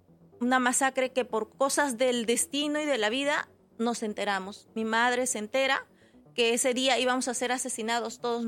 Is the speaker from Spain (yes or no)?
no; Peru; vengo acá a contar lo que ha sucedido en mi pueblo. Y sobre todo con la intención de concientizar a la generación joven. Es una pena ver a gente joven que no tiene idea de lo que ha pasado en Perú, en nuestro país.